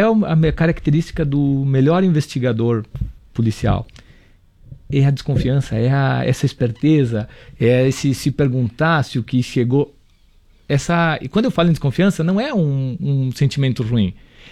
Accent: Erechim, Rio Grande do Sul, Brazil; Ela é moradora da cidade de onde eu nasci, onde eu me criei.

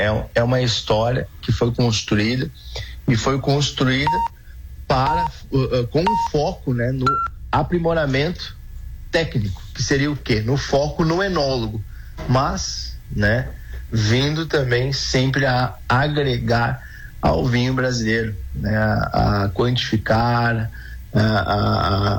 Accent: Rio Grande do Sul, Brazil; Não, a gente sabe que nós mesmos aqui como gaúcho, às vezes, nem nós mesmos sabemos, né? Quão grande é a nossa história, né?

